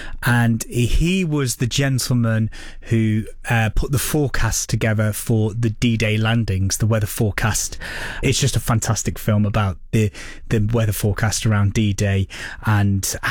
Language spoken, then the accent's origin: English; Ireland; So Andrew Scott, as an Irishman, and also I'm an Irishman, and I was in the Royal Irish Regiment